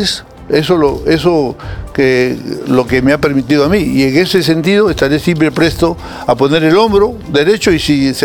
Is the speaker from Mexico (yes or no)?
no; Peru; yo soy un peruano agradecido de lo que yo tengo gracias a mi país.